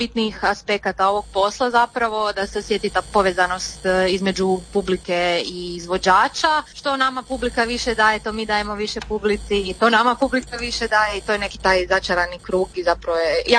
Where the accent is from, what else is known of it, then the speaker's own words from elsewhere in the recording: Zagreb, Zagreb County, Croatia; Mi smo duo iz Zagreba, dugo se bavimo glazbom